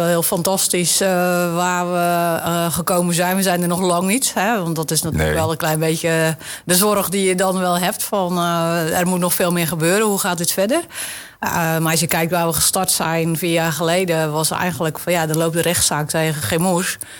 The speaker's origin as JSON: {"language": "Dutch", "region": "Zeeland", "country": "Netherlands"}